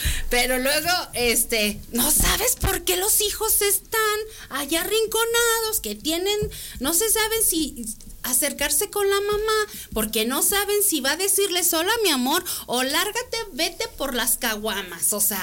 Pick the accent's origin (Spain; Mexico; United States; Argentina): Mexico; León, Guanajuato; soy de León, Guanajuato